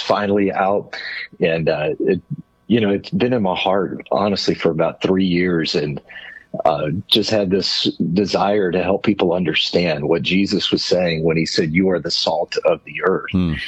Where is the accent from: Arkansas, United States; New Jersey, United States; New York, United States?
Arkansas, United States; I grew up in Arkansas